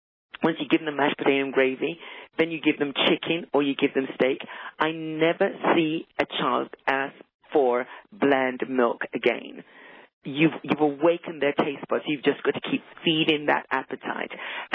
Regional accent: London, United Kingdom; accent: London; moved away; I am very mixed. So the accent is London. I was born in the United Kingdom. Those of you that know London, Southeast London. I'm a Southeast London girl. But my parents were from the Caribbean, from Jamaica.

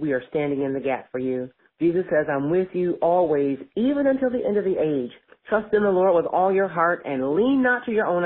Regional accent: Michigan, United States; I'm from Michigan. My daddy was a great pastor.

